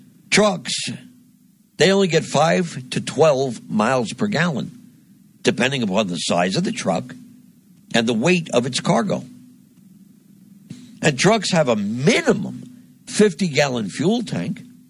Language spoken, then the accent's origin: English; New Jersey, United States; born there; here in my home state of New Jersey